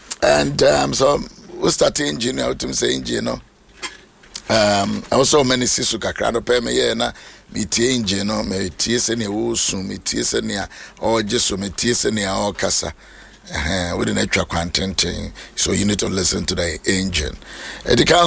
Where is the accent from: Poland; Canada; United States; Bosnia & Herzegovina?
Canada; You know, Kase, I'm from Canada.